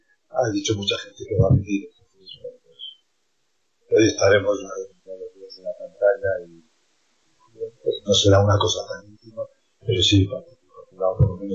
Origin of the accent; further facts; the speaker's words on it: Castile and León, Spain; born there; Sobre todo en la zona donde yo nací, en el Carracillo